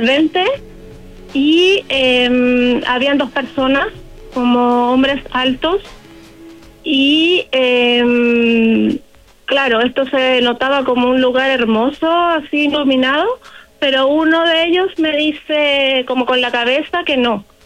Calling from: Santiago, Santiago Metropolitan Region, Chile; Soy de Santiago, pero en este momento estoy en la Quinta Región.

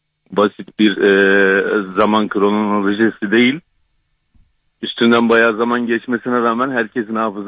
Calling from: Bursa, Turkey; Bursa'dan arıyorum.

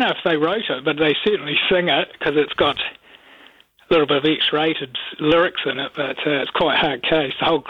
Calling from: Hawke's Bay, New Zealand; I'm ringing from Hawke's Bay

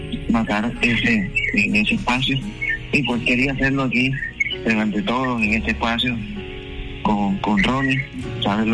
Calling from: Barranquilla, Atlántico, Colombia; decirte los días delante de todo mi pueblo barranquillero y todo nacional, los que escuchamos esta gran emisora

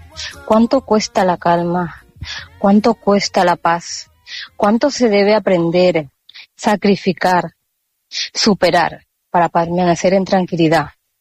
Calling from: Murcia, Region of Murcia, Spain; de Murcia

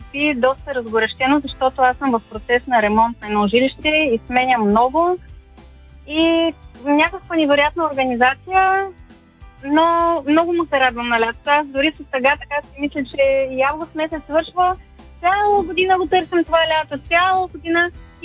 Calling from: Varna, Varna Province, Bulgaria; Обаждам се от Варна

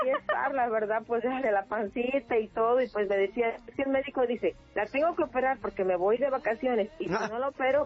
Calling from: Guerrero, Mexico; Yo estoy en el estado de Guerrero.

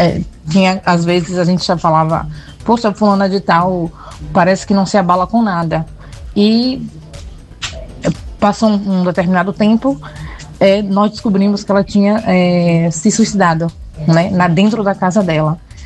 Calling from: Alagoinhas, Bahia, Brazil; Falo aqui de Alagoinhas.

